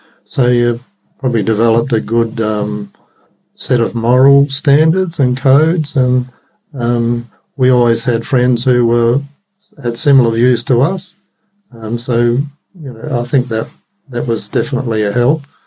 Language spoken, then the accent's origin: English; Hobart, Tasmania, Australia; I come from Tasmania, Hobart, and … They were among a whole group of people that came out and settled in a place called Collinsvale now, but it was called Bismarck.